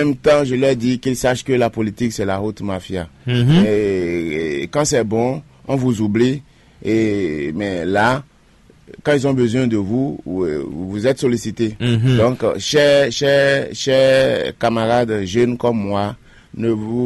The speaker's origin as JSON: {"language": "French", "country": "Benin", "said": "je suis béninois"}